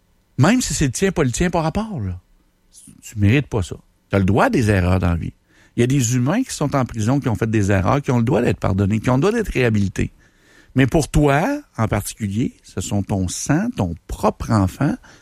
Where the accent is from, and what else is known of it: Canada